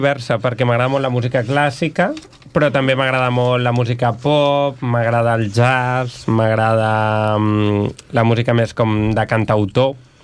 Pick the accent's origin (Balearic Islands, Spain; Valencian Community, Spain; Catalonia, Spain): Catalonia, Spain; Barcelona; born there; Vaig néixer a Barcelona.